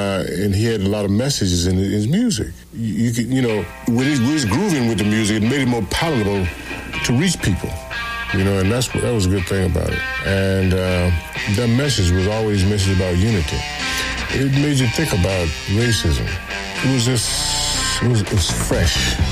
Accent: Memphis, Tennessee, United States; Having been in the business before … came along, growing up in Memphis, growing up with a Memphis sound

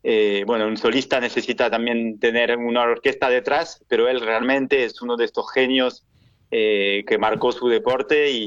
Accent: France; also born or lived in Argentina; now in Barcelona, Spain; soy francés y amo a Argentina, entonces me encuentro un poco entre los dos. Yo viví en Argentina

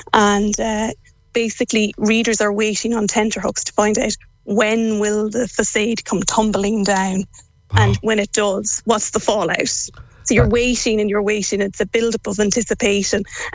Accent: Swinford, County Mayo, Ireland; I'm actually from Park Road in town, from a real townie.

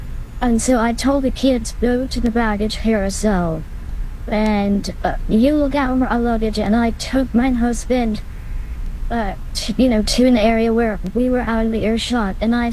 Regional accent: New England, United States; I'm from New England. But we moved all around the world.

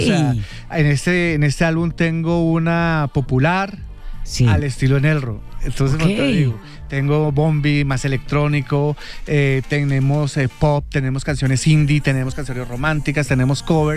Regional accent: Bogotá, Colombia; now in Miami, United States; Sí, de Bogotá.

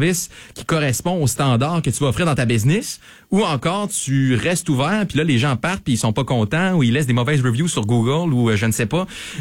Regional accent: Quebec City, Quebec, Canada; now in Saguenay, Canada; Je suis originaire de Québec

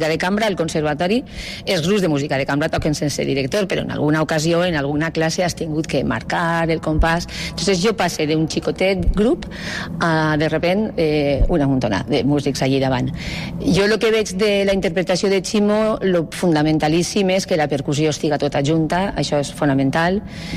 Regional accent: Ontinyent, Valencian Community, Spain; com soc d'Ontinyent, com sempre els directors venen de fora, però com jo soc d'Ontinyent

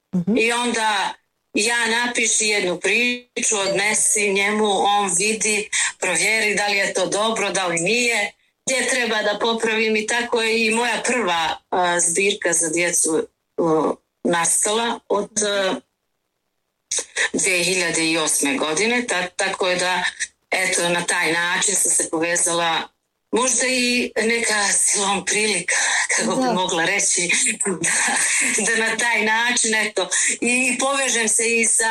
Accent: Prilep, North Macedonia; inače dolazim iz Prilepa. To je mali gradić u Makedoniji, u južnozapadnom dijelu.

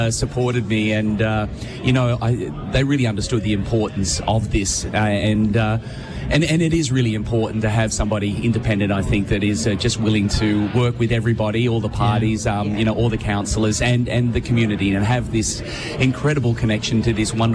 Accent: Woodbury, New South Wales, Australia; being, you know, a young boy growing up in Woodbury, you know, it was really tough to continue with my religion.

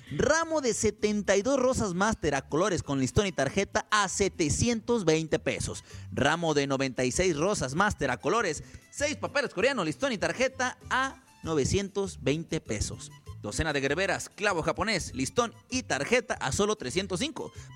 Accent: Tepic, Nayarit, Mexico; Yo soy del meritito Tepic Nayarit, viejo. Desde el día uno he estado aquí. Nací en el Issste, que estaba por la loma.

